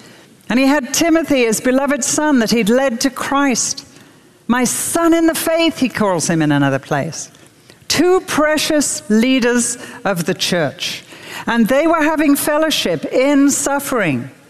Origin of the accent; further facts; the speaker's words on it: United Kingdom; I'm European. I'm British.